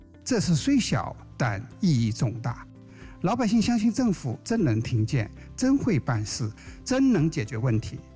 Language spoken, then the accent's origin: Chinese; China; 我们中国人